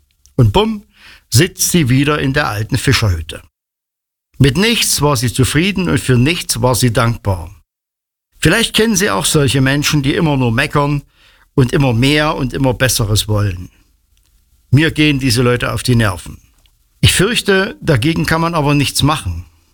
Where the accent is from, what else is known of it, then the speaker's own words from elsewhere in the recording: Mansfeld, Saxony-Anhalt, Germany; ich komme aus Mansfeld.